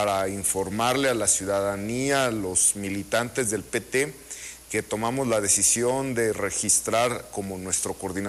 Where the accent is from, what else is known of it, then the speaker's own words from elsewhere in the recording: Morelia, Michoacán, Mexico; Soy de Morelia, yo estudié en la secundaria técnica número 3, la que está frente al zoológico.